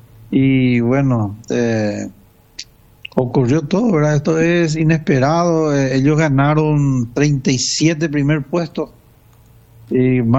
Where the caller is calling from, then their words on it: Colonia Independencia, Guairá, Paraguay; nosotros somos de Colonia Independencia. Vivimos acá a orillas del Cerro de Uturuzú